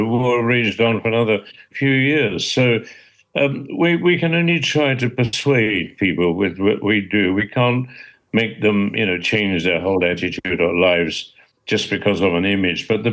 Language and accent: English; England, United Kingdom; I've always been proud of being English, and I wanted to do something and, stand out as an Englishman.